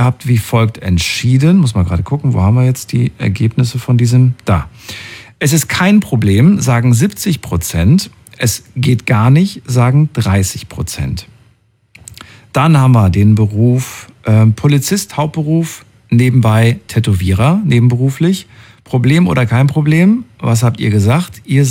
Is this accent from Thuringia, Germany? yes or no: yes; Thuringia, Germany; born or raised there